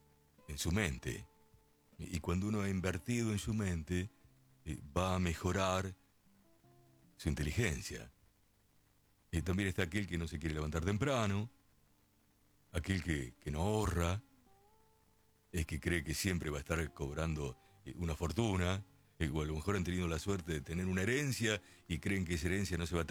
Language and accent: Spanish; Lincoln, Buenos Aires Province, Argentina; Yo cuando salí de mi ciudad de Lincoln, ella que está escuchando allí el amigo Carlitos, Mi viejo me dijo, mirá, te voy a desear lo mejor, ya que te vayas a la ciudad de Buenos Aires, son 320 kilómetros de Lincoln a esta capital